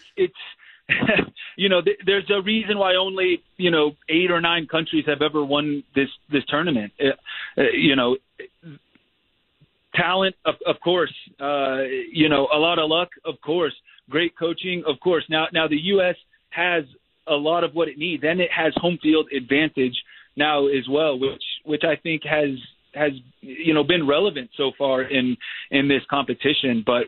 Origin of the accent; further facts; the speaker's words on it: Texas, United States; I grew up in Texas.